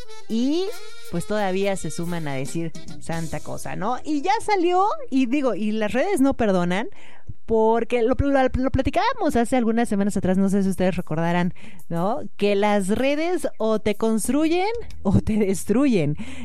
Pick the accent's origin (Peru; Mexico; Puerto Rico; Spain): Mexico; porque aparte para nosotros como mexicanos los adultos mayores nos echan la mano en muchos aspectos, y más en México